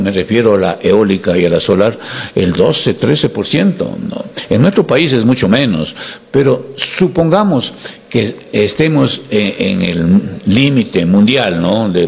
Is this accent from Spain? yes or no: no; Ecuador; yo creo que como ecuatorianos debemos pensar en estos proyectos